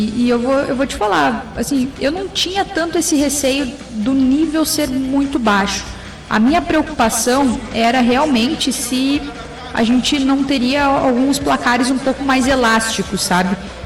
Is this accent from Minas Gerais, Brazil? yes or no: no; Vacaria, Rio Grande do Sul, Brazil; now in Rio de Janeiro, Brazil; É difícil bater a minha cidade natal, não é nem o meu estado, é a minha cidade natal.